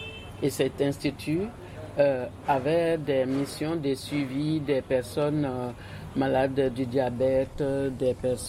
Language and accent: French; Côte d’Ivoire; Je suis ivoirienne